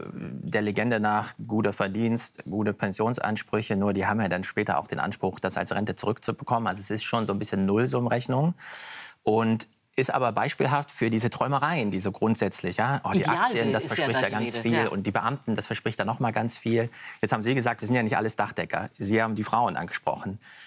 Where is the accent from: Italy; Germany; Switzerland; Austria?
Italy; Sardinia; ich komme aus Sardinien